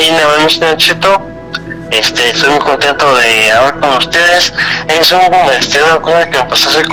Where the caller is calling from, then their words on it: Naucalpan, State of Mexico, Mexico; Aquí en Ciudad de México, en Naucalpan.